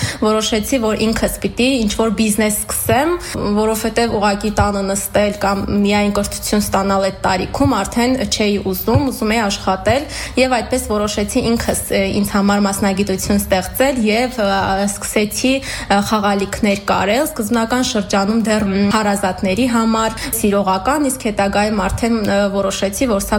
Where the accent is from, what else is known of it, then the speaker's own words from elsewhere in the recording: Nagorno-Karabakh, Azerbaijan; 28 տարեկան, ծնվել եմ Արցախում, մեծացել եմ զինվորականի ընտանիքում